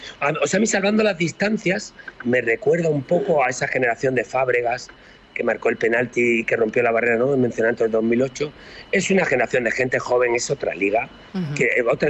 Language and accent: Spanish; Spain; intentando resumir, como cualquier español de mi generación, España siempre perdía, siempre perdía.